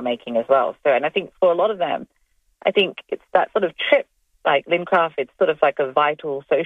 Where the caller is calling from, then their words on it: Adelaide, South Australia, Australia; I'm from Athelstan, I'm from Adelaide.